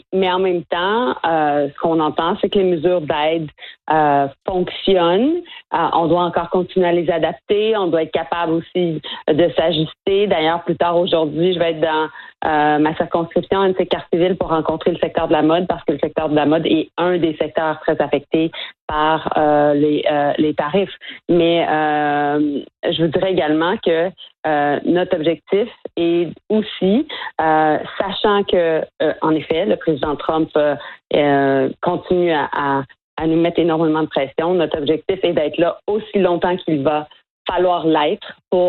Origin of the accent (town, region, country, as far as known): Canada